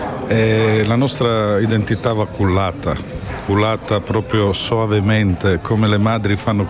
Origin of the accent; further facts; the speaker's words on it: Istria County, Croatia; il nostro dialetto resisterà a tutte le performance del tempo, perché anche quelli che sono venuti da noi in Istria lo parlano